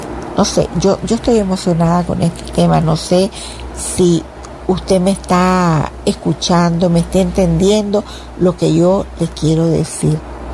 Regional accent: Nicaragua

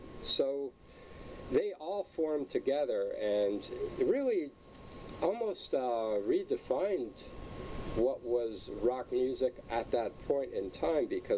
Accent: United States; moved away; as an American

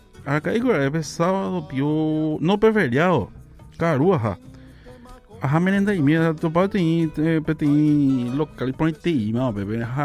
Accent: Paraguay; paraguayo, soy paraguayo, de higa allá.

